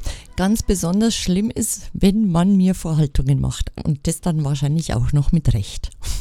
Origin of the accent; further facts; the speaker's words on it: Bavaria, Germany; Ich bin zwar Frau und ich komme auch aus Bayern